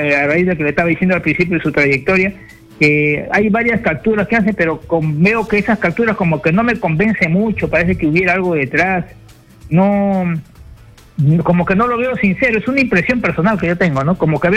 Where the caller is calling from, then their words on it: Lima, Peru; de acá del distrito de San Juan de Miraflores